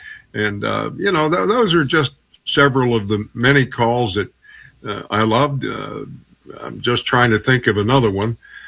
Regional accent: Pittsburgh, Pennsylvania, United States; I grew up in Garfield, and Fort Pitt Field was high on the hill behind our house.

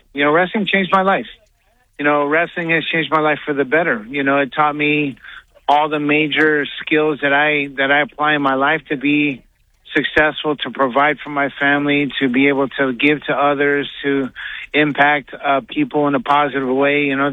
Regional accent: Philippines; And so never thought I'd be known as a Filipino wrecking machine around the world, you know, but I am

